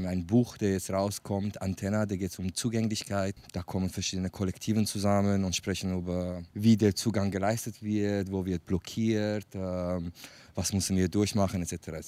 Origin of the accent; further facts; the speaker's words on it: Kurdistan, Iran; German is a second language; moved away as an adult; now in Switzerland; Ich komme aus Rojhelat. In Rojhelat habe ich IT studiert und ich bin dann mit 19 raus, aus politischen Gründen. Lebe jetzt seit 16, 17 Jahren in der Schweiz.